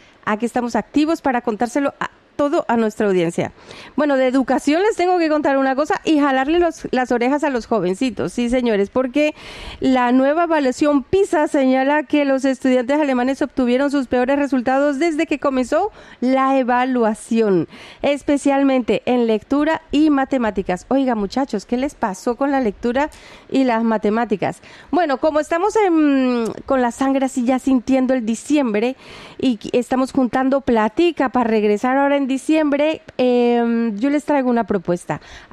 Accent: Barranquilla, Atlántico, Colombia; moved away; Como buena barranquillera, recuerdo mis diciembres en Barranquilla.

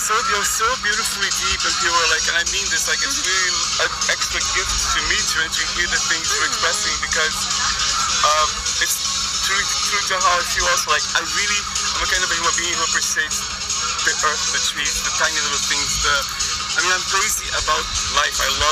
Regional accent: Brazil; I grew up really poor in Brazil.

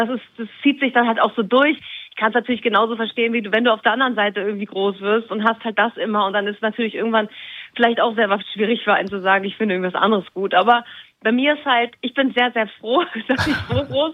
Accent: Northern Germany, Germany; born or raised there

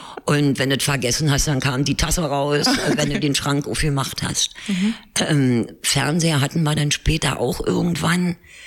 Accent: Berlin, Germany; Weil ich mich hier immer wohlgefühlt habe. Also ich habe es immer irgendwie als ja meine Heimat.

